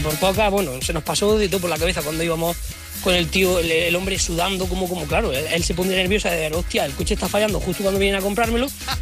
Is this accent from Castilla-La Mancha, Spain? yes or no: no; Jaén, Andalusia, Spain; soy de Jaén y os cuento la experiencia